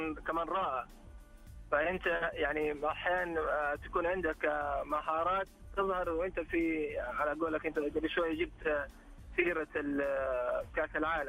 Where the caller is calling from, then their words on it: Jeddah, Makkah Province, Saudi Arabia; أكلمك من جدة والله.